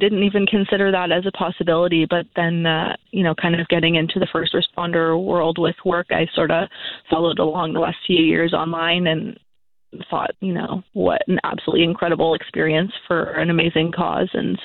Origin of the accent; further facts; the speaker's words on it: Comox, British Columbia, Canada; You know, I grew up in the Comox Valley, and very fortunate to say so